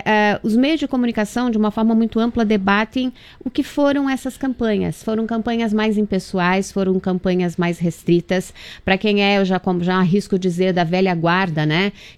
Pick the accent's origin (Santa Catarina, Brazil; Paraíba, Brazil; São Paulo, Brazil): Santa Catarina, Brazil; Eu sou do Oeste